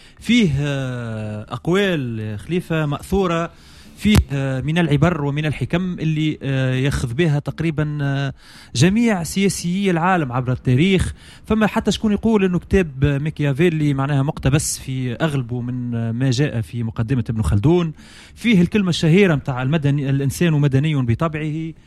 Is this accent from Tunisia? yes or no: yes; Tunisia